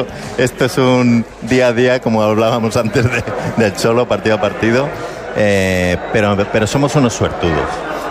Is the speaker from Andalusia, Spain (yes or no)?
no; Castilla-La Mancha, Spain; es un orgullo y un lujo cuando te mueves por allí y te reconocen como castellano manchego